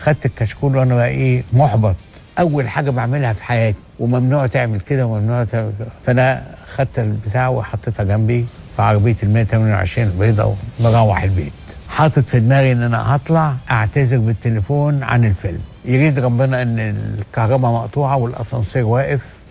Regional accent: Tanta, Gharbia, Egypt; moved away; أنا جاي من طنطا

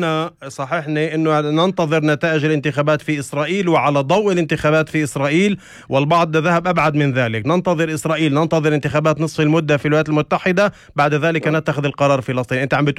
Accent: Palestine; وإحنا كلنا فلسطينيين مش مهم وين موجودين

